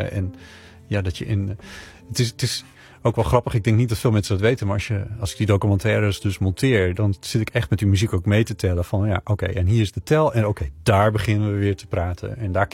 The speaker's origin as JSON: {"language": "Dutch", "region": "Friesland", "country": "Netherlands", "tie": "born or raised there", "said": "dat vroeger toen ik klein was in Friesland op de boerderij woonde."}